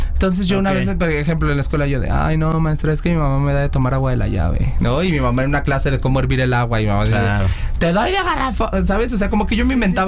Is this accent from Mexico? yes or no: yes; San Cristóbal de las Casas, Chiapas, Mexico; now in Mexico City, Mexico; yo viví en mi pueblo, Deli, allá en San Cristóbal de las Casas, entonces yo así, comiéndome mi tamal de chipilín e informándole a la nación, y desde allá pegó.